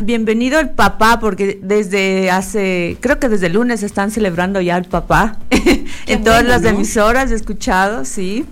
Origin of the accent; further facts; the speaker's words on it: Quito, Pichincha, Ecuador; also born or lived in Guayaquil; somos de familia mona, pero yo soy quiteñaza porque vivo desde los 5 años de aquí.